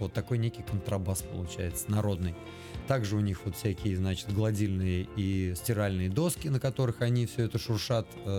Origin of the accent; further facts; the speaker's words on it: Chistopol, Tatarstan, Russia; born there; moved away; also born or lived in Kazan; сам я родом из города Чистополь, потом когда-то вместе с родителями переехал в Казань, и вот в Казани уже состоялся как музыкант.